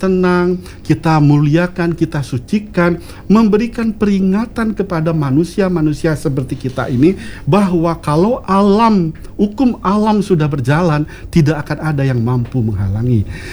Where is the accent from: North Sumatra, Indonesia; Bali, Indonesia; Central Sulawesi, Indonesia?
Bali, Indonesia; Kita masyarakat Bali